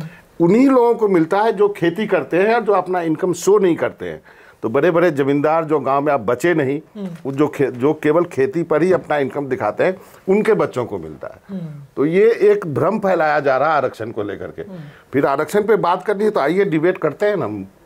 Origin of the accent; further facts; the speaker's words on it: Maharashtra, India; मैं ये इस पे तो बात करनी जरूरी है क्योंकि मैं वहां से आता हूं, समझ गए ना.